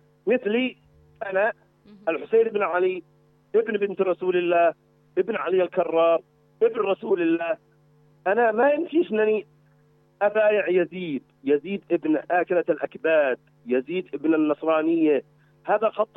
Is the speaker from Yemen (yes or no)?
yes; Yemen; إحنا كشعب يمني يمن الإيمان والحكمة